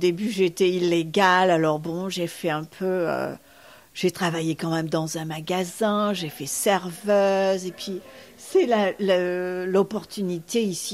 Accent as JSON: {"language": "French", "town": "Saint-Paul-de-Vence", "region": "Provence-Alpes-Côte d'Azur", "country": "France", "tie": "born or raised there", "also_born_or_lived": "Nice", "moved": "as an adult", "lives_now": "Key West, United States", "said": "je suis du sud de la France. Je suis née à Nice et élevée à Saint-Paul-de-Vence, donc j'aimais le soleil et la mer."}